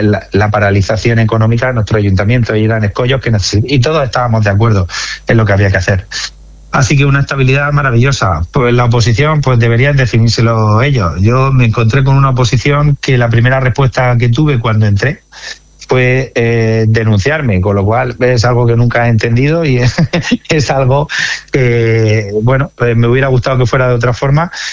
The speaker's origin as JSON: {"language": "Spanish", "town": "Blanca", "region": "Region of Murcia", "country": "Spain", "said": "los blanqueños somos muy de Blanca"}